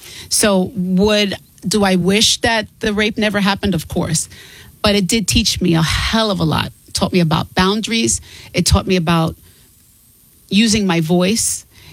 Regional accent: New York City, New York, United States; I had so much fun growing up in the Bronx.

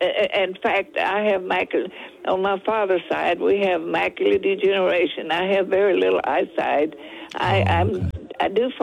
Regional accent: Schulenburg, Texas, United States; also born or lived in Freiburg, Texas; From Schulenburg. I was born out in Freiburg, Texas. That's out in the country. And we didn't have a car until I was about 9 years old.

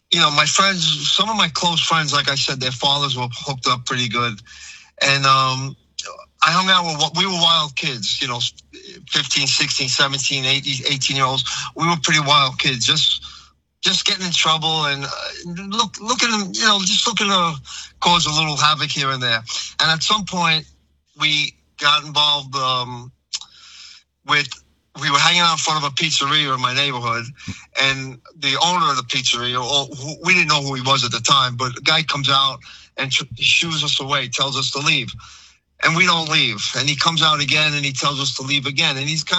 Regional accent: Brooklyn, New York, United States; born or raised there

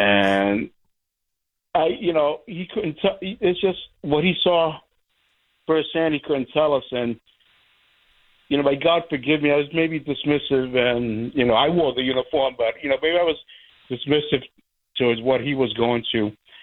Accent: Haverhill, Massachusetts, United States; I'm a kid from Haverhill, and I spent summers in New York

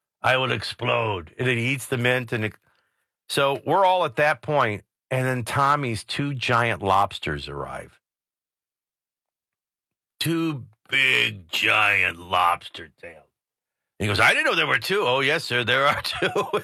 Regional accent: New Orleans, Louisiana, United States; now in Nashville, United States; I'm from New Orleans.

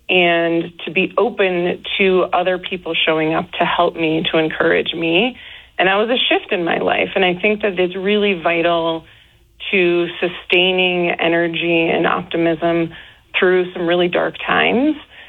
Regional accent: Chicago, Illinois, United States; moved away; I grew up in Chicago

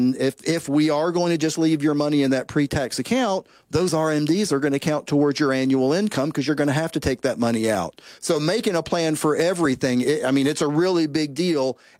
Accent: Tennessee, United States; And, for example, here in my home state of Tennessee, if you're a state employee, they've got that plan

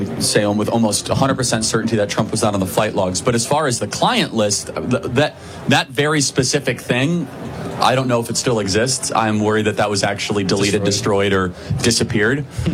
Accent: United States; We as the American people

